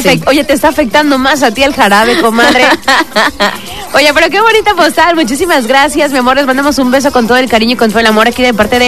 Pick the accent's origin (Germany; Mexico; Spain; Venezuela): Mexico; Cancún, Quintana Roo; Que yo soy de Cancún.